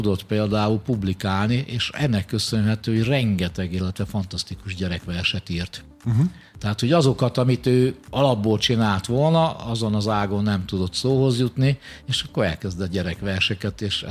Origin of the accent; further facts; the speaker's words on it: Hungary